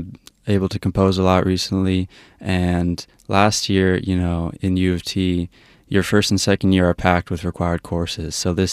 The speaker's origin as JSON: {"language": "English", "region": "Alberta", "country": "Canada", "tie": "born or raised there", "moved": "yes", "lives_now": "Toronto, Canada", "said": "even though I'm from Alberta. Mm-hmm. I grew up there."}